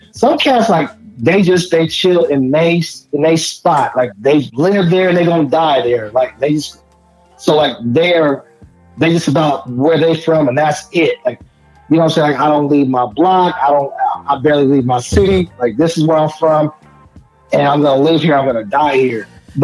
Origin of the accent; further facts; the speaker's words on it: San Jose, California, United States; also born or lived in San Francisco; we're from San Jose, we had more of a Bay influence.